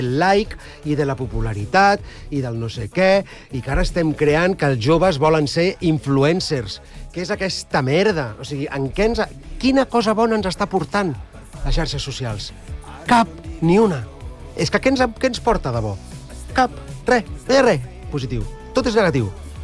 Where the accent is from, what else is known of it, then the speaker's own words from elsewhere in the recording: Catalonia, Spain; A mi, moltes vegades, sóc català, visc a Catalunya, i a mi se'm demana que em posicioni políticament.